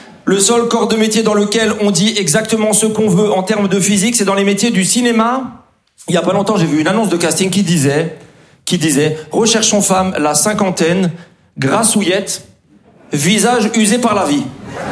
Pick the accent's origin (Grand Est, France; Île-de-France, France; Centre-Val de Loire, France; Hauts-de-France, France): Grand Est, France; born or raised there